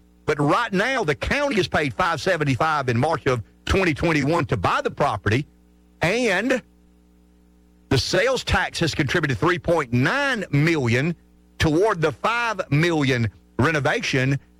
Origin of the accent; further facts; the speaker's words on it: Pamplico, South Carolina, United States; I'm from Pamplico